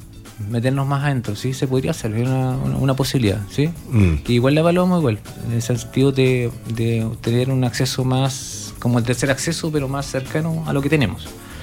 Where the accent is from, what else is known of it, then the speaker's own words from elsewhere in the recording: Chile; nosotros como chilenos